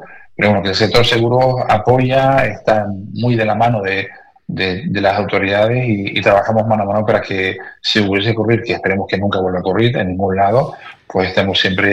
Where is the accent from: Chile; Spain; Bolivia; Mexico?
Spain; Canary Islands; now in Catarroja, Spain; mi padre Canarias, yo soy canario, por mi acento ves que no soy de aquí.